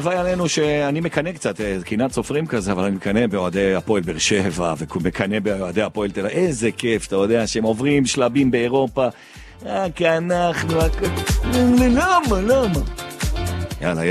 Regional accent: Jerusalem, Jerusalem District, Israel; אני גדלתי שם, גם סיימתי את התיכון במקיף גילו.

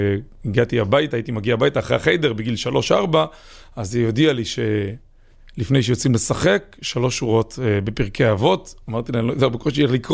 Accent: Kfar Chabad, Central District, Israel; אז אני גדלתי בכפר חב"ד, לאבא ואמא מקסימים, אבא רב

